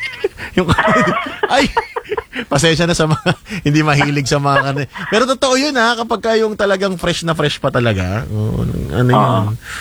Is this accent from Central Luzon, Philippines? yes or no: yes; Bulacan, Central Luzon, Philippines; sa amin sa Bulacan.